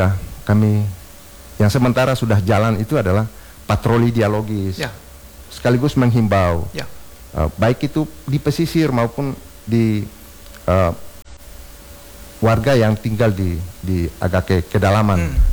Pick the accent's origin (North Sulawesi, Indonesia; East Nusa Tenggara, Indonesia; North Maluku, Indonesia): North Maluku, Indonesia; wilayah Maluku Utara ini kebetulan kita juga putra daerah.